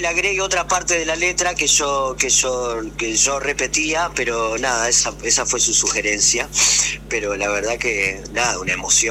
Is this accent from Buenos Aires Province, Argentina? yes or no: no; Resistencia, Chaco, Argentina; De Resistencia, uh-huh. De la capital.